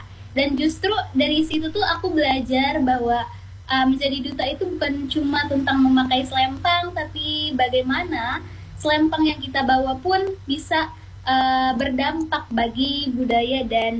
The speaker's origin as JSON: {"language": "Indonesian", "town": "Lebak", "region": "Banten", "country": "Indonesia", "said": "saya bukan cuma membawa nama diri saya sendiri, tetapi saya juga membawa nama daerah saya, yaitu Lebak, dan budaya yang mungkin bisa saya representasikan."}